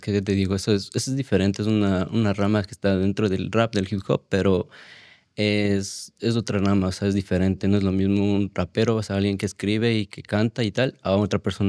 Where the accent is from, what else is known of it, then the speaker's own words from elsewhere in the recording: Quito, Pichincha, Ecuador; Quito, Ecuador, sí, la capital.